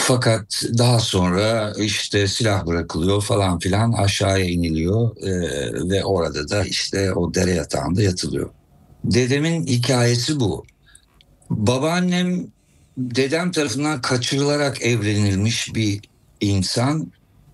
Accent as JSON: {"language": "Turkish", "region": "Istanbul", "country": "Turkey", "tie": "born or raised there", "said": "Ve İstanbul'da bir Rum köyüne yerleşiyorlar. Bu köy bir Rumların gönderilip Selaniklilerin getirildiği Kadıköy'e çok yakın bir köy. Ben orada doğdum. Böyle bostanlarla çevrili, işte akarsular, yemyeşil her taraf çok güzel bir yerdi."}